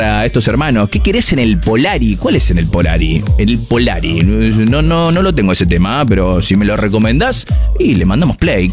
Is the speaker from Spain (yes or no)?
yes; Spain; Un abrazo de las Canarias, tío, que soy español.